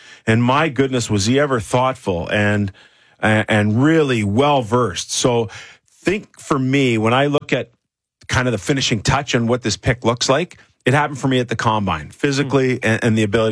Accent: Toronto, Ontario, Canada; I grew up in Toronto. I grew up watching Matt Sundin.

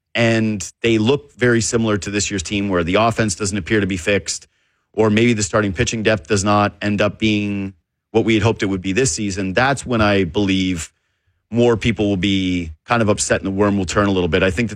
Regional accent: Whitehorse, Yukon, Canada; I'm from Whitehorse, born and raised. I'm a Porter Creek kid.

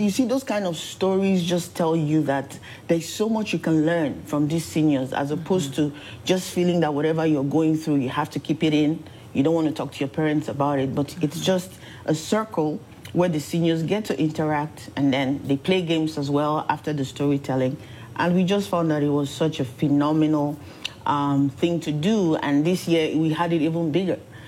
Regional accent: Nigeria; born there; Okay, so I was born in Nigeria

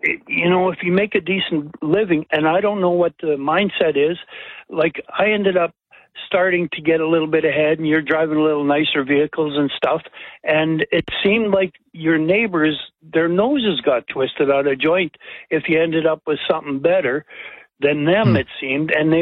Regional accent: Saskatchewan, Canada; moved away as an adult; now in Lloydminster, Canada; I grew up in Saskatchewan, and I moved out to Alberta when I was 35. In 98, or actually it was early 97, actually.

